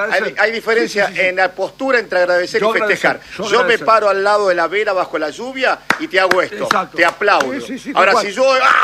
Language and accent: Spanish; Argentina; ¿cómo somos nosotros los argentinos?